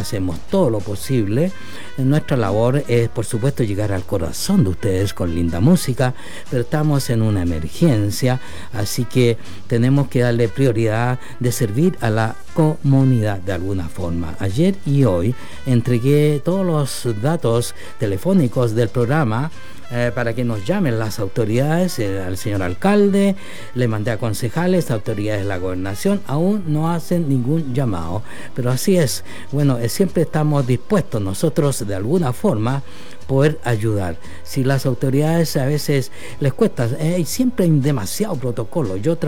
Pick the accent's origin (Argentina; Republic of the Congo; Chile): Chile; Rancagua, O'Higgins; yo soy de Rancagua, de la comuna de Rancagua.